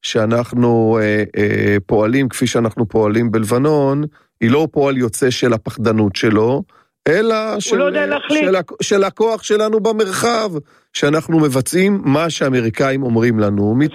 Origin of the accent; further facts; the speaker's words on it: Herzliya, Tel Aviv District, Israel; כששואלים אותי מאיפה אני אומר, מהרצליה.